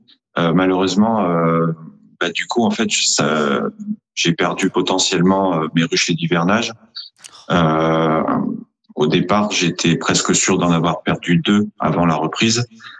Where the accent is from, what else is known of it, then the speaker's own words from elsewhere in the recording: Provence-Alpes-Côte d'Azur, France; chez nous en Provence